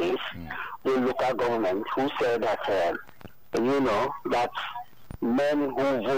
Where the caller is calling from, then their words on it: Lagos, Nigeria; I'm calling from Abanaja in Ikotun.